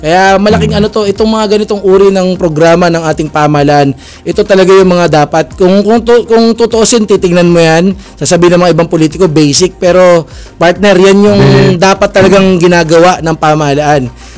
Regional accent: Western Visayas, Philippines; Saka ilonggo kasi ako.

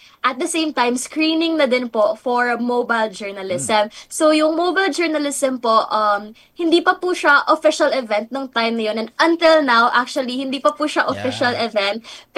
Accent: Manila, Metro Manila, Philippines; So kahit na artista po ako dati and talagang sa Manila po ako lumaki, parang nung umuwi po ako dito, mas nasanay na akong mag-Bisaya.

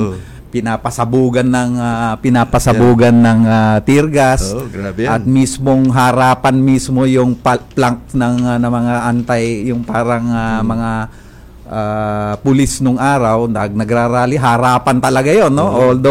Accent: Caloocan, Metro Manila, Philippines; tiga-Caloocan kami noon eh, no?

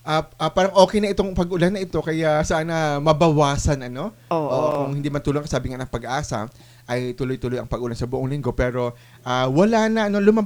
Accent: Western Visayas, Philippines; Sa amin, sa amin sa Iloilo, sa Northern Iloilo

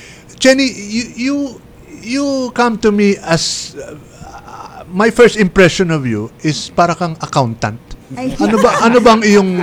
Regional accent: Pasay, Metro Manila, Philippines; I was born and raised in Pasay City sa Villaruel Street. Doon ako lumaki. Malapit sa Cartimar yun. So, malapit ako sa city ng Pasay kasi doon ang lumang bahay namin. In fact, it's still there.

